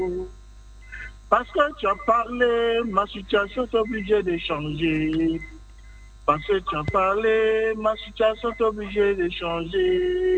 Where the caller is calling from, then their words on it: Abidjan, Côte d’Ivoire; Je vous appelle de la commune de Cocody.